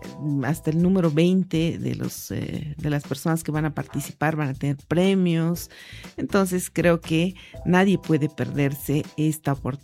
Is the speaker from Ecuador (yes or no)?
no; Bolivia; como buenos bolivianos, recién se va a llenar toda esa lista de competidores